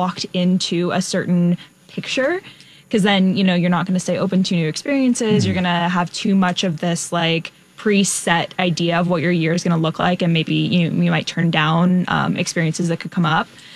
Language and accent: English; California, United States; now in Chicago, United States; I'm not actually from Chicago. I'm from California.